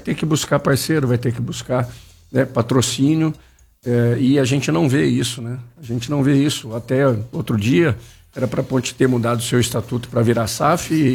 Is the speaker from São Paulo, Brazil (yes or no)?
yes; Campinas, São Paulo, Brazil; Eu sou campineiro, eu vivo o futebol de Campinas há mais de 50 anos.